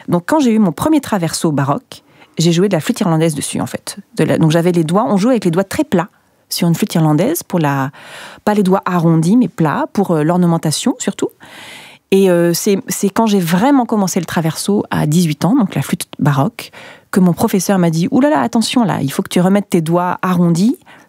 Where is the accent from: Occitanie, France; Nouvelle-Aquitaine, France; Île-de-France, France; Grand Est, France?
Occitanie, France; Perpignan; puisque je suis de Perpignan, alors Perpignan, c'est la Catalogne française.